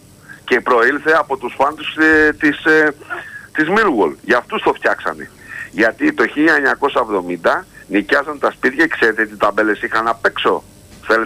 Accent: Greece; εάν εγώ που είμαι Έλληνας

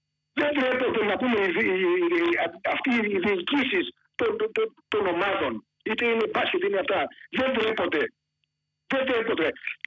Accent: Gargalianoi, Peloponnese, Greece; Εγώ είμαι από τους Γαργαλιάνους.

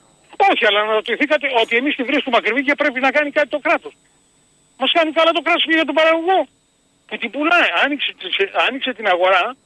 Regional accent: Macedonia, Greece; born there; εγώ δεν είμαι Σκοπιανός ρε, ούτε έχω πάει στα Σκόπια. Εγώ είμαι Μακεδόνας ρε. Το καταλαβαίνετε. Ντόπιος Μακεδόνας.

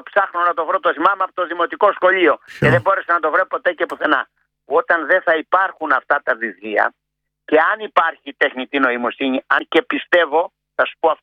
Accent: Kalavryta, Western Greece, Greece; γιατί κατάγομαι από Πελοπόννησο, Μανώλη, και από Καλάβρητα

